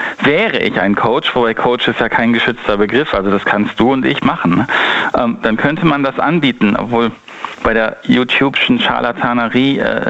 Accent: Northern Germany, Germany; ich komme aus Norddeutschland ursprünglich, ne?

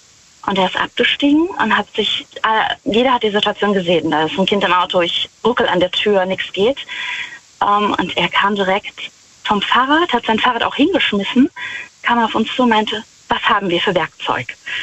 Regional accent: Wittlich, Rhineland-Palatinate, Germany; Ich bin aus der Nähe von Wittlich.

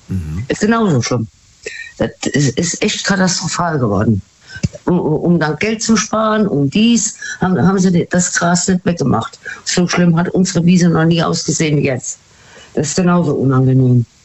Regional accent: Rhineland-Palatinate, Germany; Aus dem Westerwald.

